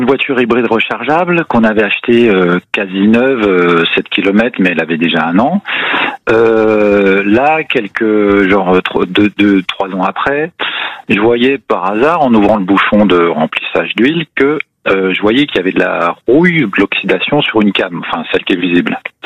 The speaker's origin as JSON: {"language": "French", "town": "Dijon", "region": "Bourgogne-Franche-Comté", "country": "France"}